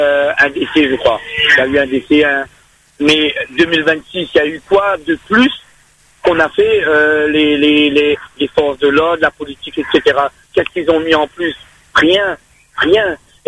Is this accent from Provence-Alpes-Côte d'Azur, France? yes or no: no; Paris, Île-de-France, France; Voilà, monsieur Bobby, je suis un Parisien... à 100% fan.